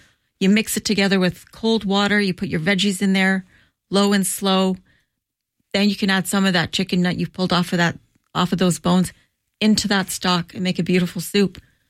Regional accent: northern Italy, Italy; moved away; I grew up in Northern Italy.

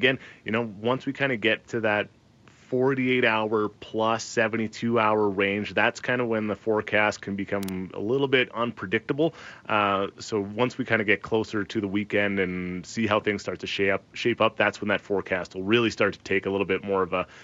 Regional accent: Vancouver Island, British Columbia, Canada; I grew up on Vancouver Island in a town that got the second highest annual rainfall out of any community in BC. We were second to Prince Rupert.

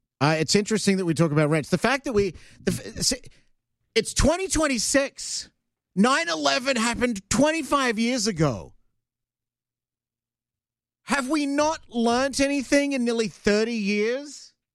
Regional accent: Australia; now in Canada; When I go back to Australia, look, I'm a Canadian now, but when I go back to Australia

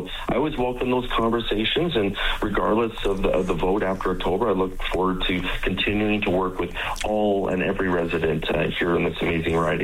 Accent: Saskatchewan, Canada; I mean, I grew up in another part of Canada. I grew up in Saskatchewan. I remember coming to Alberta in the late 90s with my family

